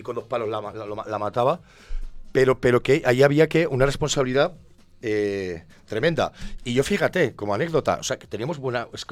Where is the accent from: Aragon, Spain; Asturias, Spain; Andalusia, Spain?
Aragon, Spain; Monzón; Pero yo me siento muy monzonero. Soy de Monzón. Monzón, ¿eh? Monzón. No Monzón, Monzón. Y no soy de Barbastro, ¿vale?